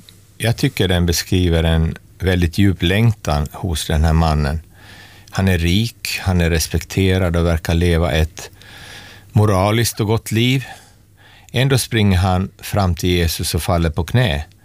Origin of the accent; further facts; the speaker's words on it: Raseborg, Uusimaa, Finland; och min kollega Fredrik Martin. Vi kommer båda från Raseborg och är pastorer i samma församling.